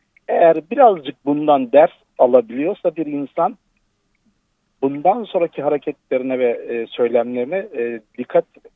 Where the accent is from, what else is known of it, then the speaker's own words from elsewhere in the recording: Istanbul, Turkey; moved away as an adult; Tabii bütün çocukluğum geçti orada. Yıllarımız geçti aşağı yukarı 35 yıl.